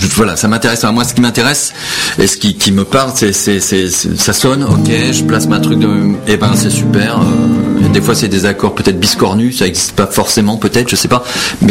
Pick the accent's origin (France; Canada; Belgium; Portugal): Portugal; moi je suis portugais